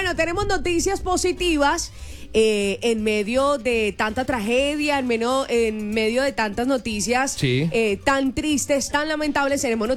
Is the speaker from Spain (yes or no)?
no; Colombia; nosotros como colombianos somos muy berracos